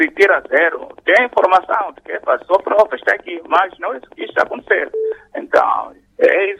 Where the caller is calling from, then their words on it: Vilankulo, Inhambane, Mozambique; Sim, falo de Vilanculo mesmo, Alto Macassa.